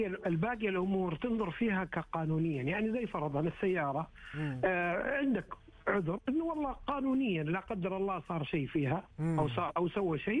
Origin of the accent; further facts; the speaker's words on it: Jeddah, Makkah Province, Saudi Arabia; عندنا في جدة